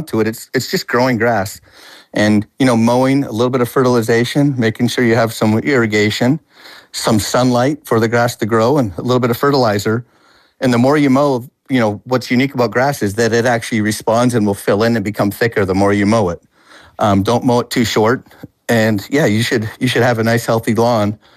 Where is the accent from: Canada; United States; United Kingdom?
Canada; I'm an avid fan, and I'm a Canadian, so I'll be cheering for several teams, including Canada.